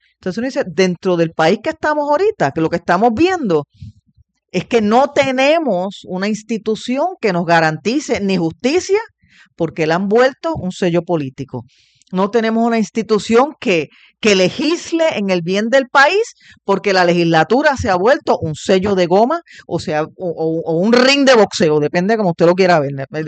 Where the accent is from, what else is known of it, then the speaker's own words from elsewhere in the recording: Puerto Rico; somos boricuas